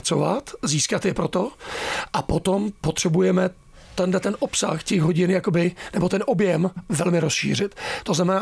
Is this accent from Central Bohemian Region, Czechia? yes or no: yes; Příbram, Central Bohemian Region, Czechia; já jsem Příbramák, jsem z Brd, takže já jsem odkryl. Tam je o 5 stupňů neustále méně než Praze.